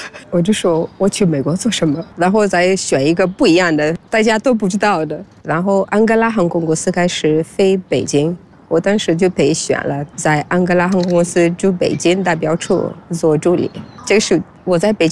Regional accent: Cape Verde; Chinese is a second language; moved away as an adult; 其实我从小就一直踢足球，足球是我们佛得角的国球。

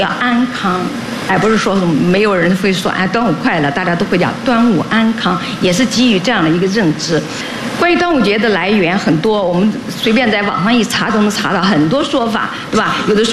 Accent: China; 在我们中国人的认识中

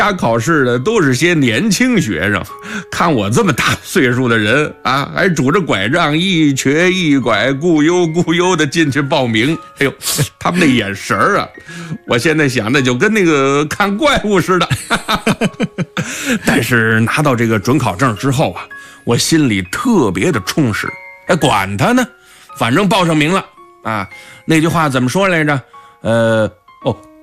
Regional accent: Shandong, China; 我们家是山东的，我们那块的考场呢设在泰安

